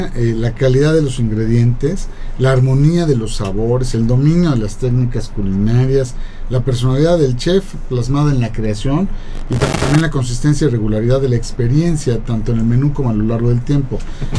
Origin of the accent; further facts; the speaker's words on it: Puebla, Mexico; Importante que vayamos los poblanos a recorrer cada uno